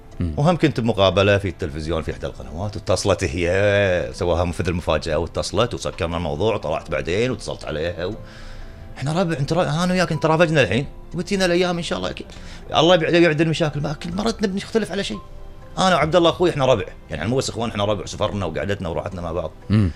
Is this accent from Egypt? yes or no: no; Kuwait; مهما كنا ككويتيين